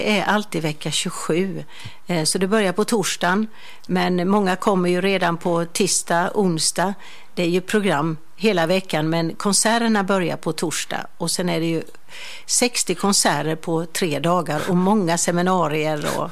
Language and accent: Swedish; Jönköping County, Sweden; moved away as an adult; also born or lived in Bankeryd; now in Gullbranna, Sweden; Jag ville bo kvar i Bankeryd. Jag älskade mitt Bankeryd. Och jag är ju fortfarande smålänning i hjärtat.